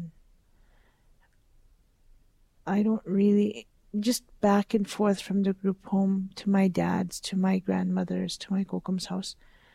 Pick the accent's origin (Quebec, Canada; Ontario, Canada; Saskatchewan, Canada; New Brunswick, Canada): Saskatchewan, Canada; Onion Lake; I am from Onion Lake, Saskatchewan, and I'm Plains Cree. I'm the youngest of four children, one brother and two sisters, and then myself.